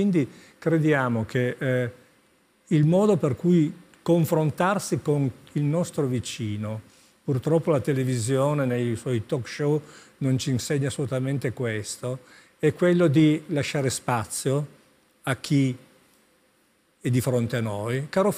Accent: Turin, Piedmont, Italy; siamo torinesi

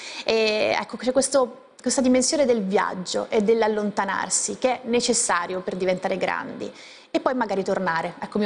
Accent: Conegliano, Veneto, Italy; moved away; io conosco bene la mia terra, che è il Veneto

